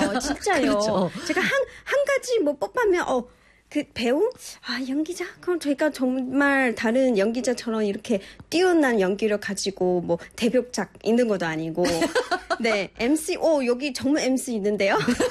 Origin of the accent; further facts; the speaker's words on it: China; Korean is a second language; moved away as an adult; now in South Korea; 아마 많은 분들이 저를 모를 수도 있는데요. 사실 제가 지금 한국에 거주한 지 14년 되어 있습니다.